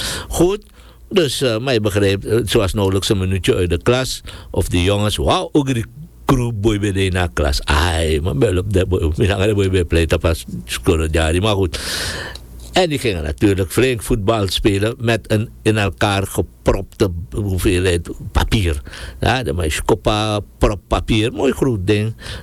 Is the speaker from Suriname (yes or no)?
yes; Suriname; Zo, en mij lukt het toch. Ik kwam uit Suriname